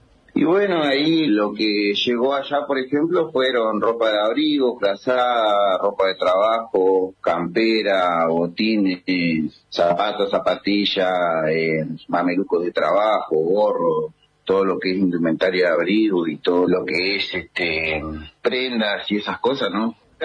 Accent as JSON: {"language": "Spanish", "region": "Chubut", "country": "Argentina", "lives_now": "Río Mayo, Argentina", "said": "mi tierra, mi gente, que también allá todavía viven personas"}